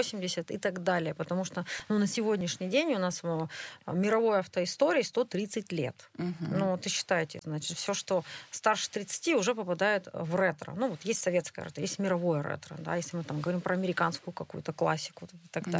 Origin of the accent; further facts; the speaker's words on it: Urals, Russia; у нас в Пышме, и мы можем все уральцы гордиться этим